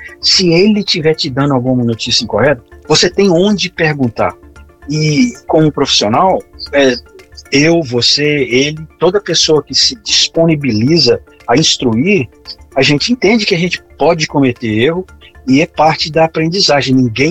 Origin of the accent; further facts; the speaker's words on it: Minas Gerais, Brazil; Eu sou mineiro, caipira, cresci na roça, Eduardo. É nós, é o uai.